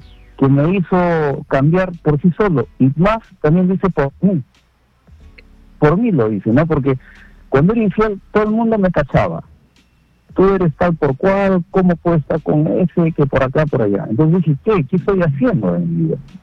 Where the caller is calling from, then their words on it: Lima, Peru; Del RIMAC.